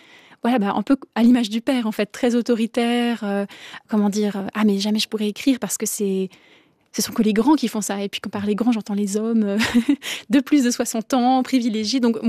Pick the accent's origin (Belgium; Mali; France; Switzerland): Switzerland; Romandy; en tant que Suisse, que Suisse romande.